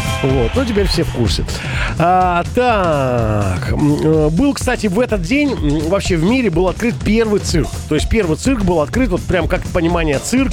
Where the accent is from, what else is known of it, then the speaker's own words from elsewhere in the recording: Rostov-on-Don, Rostov Oblast, Russia; Вот я как местный, причем там много и прадедушка местный у меня был Ростова, да. Именно из Ростова, я подчеркиваю. Там, с Ростова! Мы из Ростова